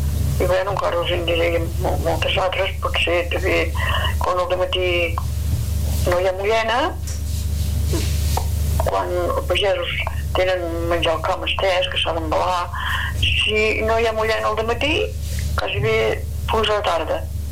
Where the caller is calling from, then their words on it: Santa Pau, Catalonia, Spain; de Santa Pau